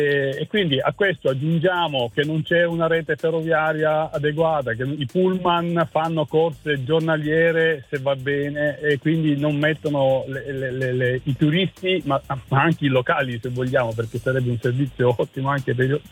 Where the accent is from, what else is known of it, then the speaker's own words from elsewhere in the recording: Apulia, Italy; born there; now in Bolzano, Italy; io chiamo da Bolzano perché vivo a Bolzano da tantissimi anni, okay. Ma sono salentino di nascita.